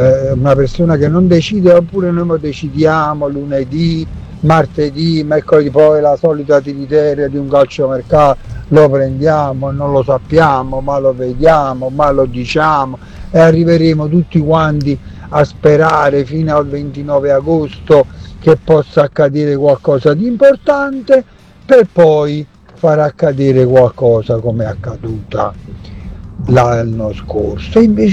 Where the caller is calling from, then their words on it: Caserta, Campania, Italy; Buonasera … da Caserta.